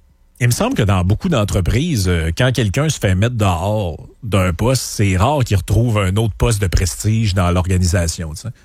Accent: Lac-Saint-Jean, Quebec, Canada; je viens du Lac-Saint-Jean.

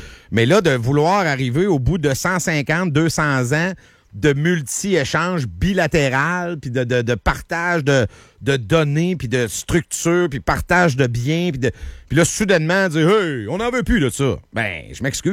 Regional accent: Canada; Nous autres, on n'est pas comme ça, on est des Canadiens, nous autres.

